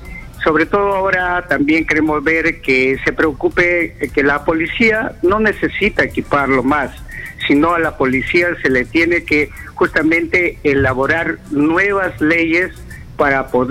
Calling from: Chiclayo, Lambayeque, Peru; muchas gracias desde Chiclayo.

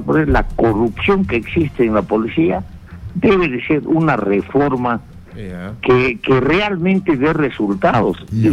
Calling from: Puno, Peru

